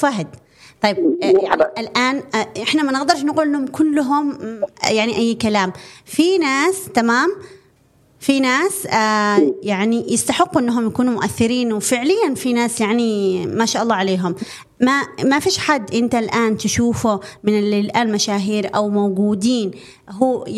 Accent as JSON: {"language": "Arabic", "country": "Yemen", "said": "عندنا باليمن"}